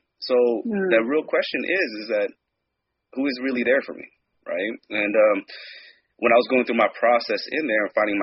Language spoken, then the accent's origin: English; Long Beach, California, United States; Throughout my years, I was a product of my environment, growing up in California, Long Beach, California.